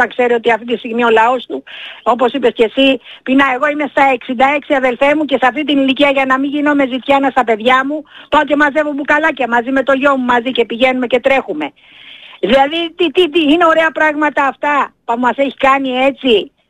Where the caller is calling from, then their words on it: Egaleo, Attica, Greece; Είμαι από το Εργάλεο